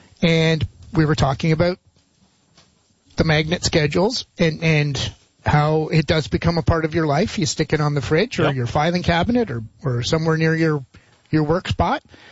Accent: Montreal, Quebec, Canada; I'd be growing up in Montreal.

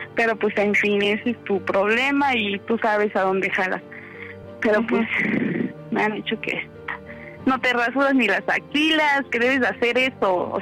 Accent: Tecitlán, Puebla, Mexico; Yo soy de Tecitlán, Puebla.

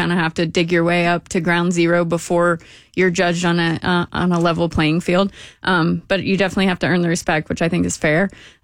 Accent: Texas, United States; I took Spanish, not French. I'm from Texas.

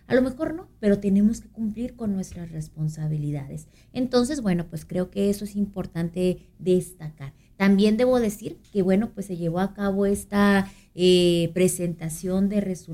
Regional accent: Ciudad Juárez, Chihuahua, Mexico; yo soy hija del desierto, porque soy de allá de Juárez

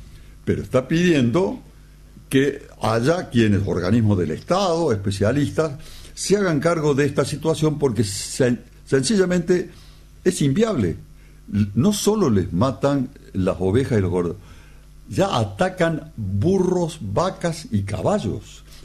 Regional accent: Argentina; tenemos los argentinos

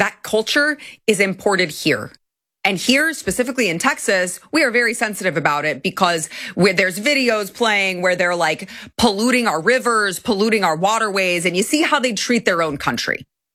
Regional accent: India; I am Indian and my top 100 enemies in this world and USA are fellow Indians.

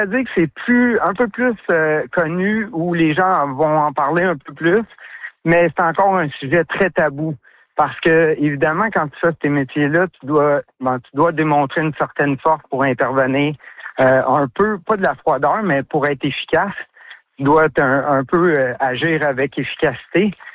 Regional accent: Oka, Quebec, Canada; Puis le parc d'Oka, moi, je suis un natif d'Oka, j'ai grandi ici.

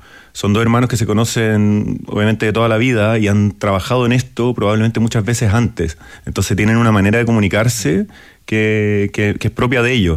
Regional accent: Chile; accent: Chilean; yo no podía tener acento chileno.

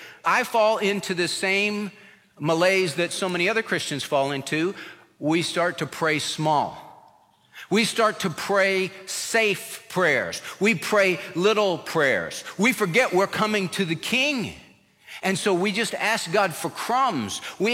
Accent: California, United States; born or raised there

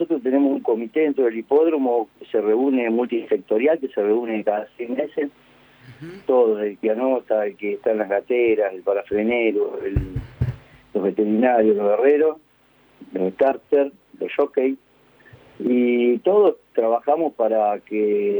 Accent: Lincoln, Buenos Aires Province, Argentina; moved away as an adult; Y mira, la verdad que a mí me gustó siempre, de chico, en Lincoln. Un día pasé por el hipódromo y me enamoré. Y bueno, tuve la suerte de venir acá hace 40 años este año. Vine a los 22 años.

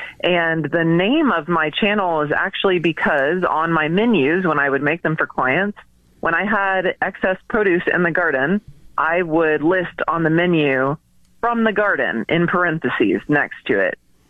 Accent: Texas, United States; I am born and raised in Texas. Now, I have lived all over Texas, and Texas is so big.

